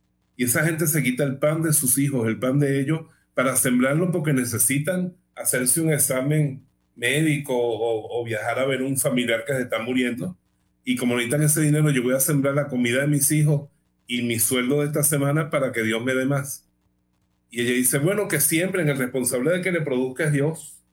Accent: Bejuma, Carabobo, Venezuela; born or raised there

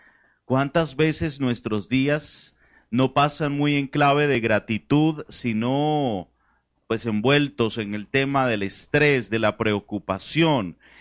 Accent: Venezuela; now in Colombia; como venezolano en el exterior, me ha tocado, no sé si se entiende este dicho aquí en Colombia, hacer de tripas corazón.

